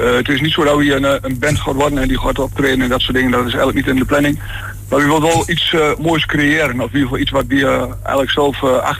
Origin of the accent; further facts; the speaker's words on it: Overijssel, Netherlands; Dus eigenlijk zeg maar Twente